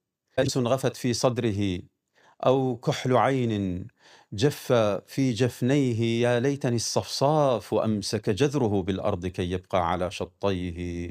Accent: Deir ez-Zor, Deir ez-Zor Governorate, Syria; أنا لا من أبناء مدينة دير الزور.

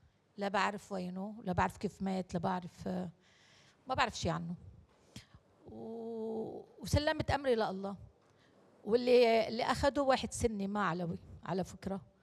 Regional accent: Tartus, Tartus Governorate, Syria; انا عم بحكي انا الوحيده من طرطوس بيجي، في كذا ام قاعده لحالها

